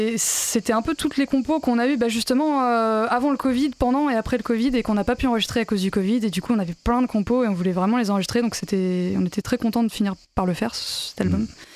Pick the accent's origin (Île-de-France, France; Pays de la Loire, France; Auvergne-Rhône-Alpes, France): Pays de la Loire, France; Saint-Nazaire; moved away; also born or lived in Montpellier / Nantes; moi je suis originaire de Saint-Nazaire.